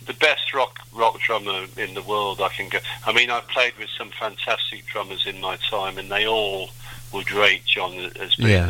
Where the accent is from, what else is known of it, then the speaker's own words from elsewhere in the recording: Birmingham, West Midlands, United Kingdom; I grew up in Birmingham